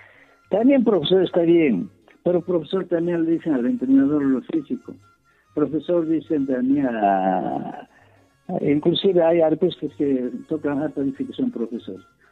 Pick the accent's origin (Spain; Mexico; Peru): Peru; Acomayo, Cusco; en mi tierra, Pomayo.